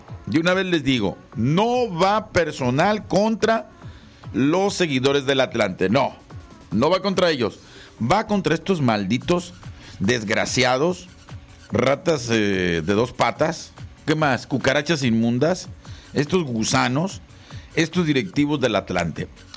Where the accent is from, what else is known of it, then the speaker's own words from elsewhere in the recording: Mexico; Yo también soy mexicano